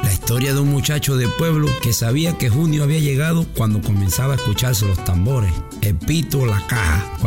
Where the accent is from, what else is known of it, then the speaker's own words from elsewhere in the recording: Panama; Son el recuerdo de nuestros abuelos, el orgullo de nuestra cultura y la identidad que nos distingue como panameños.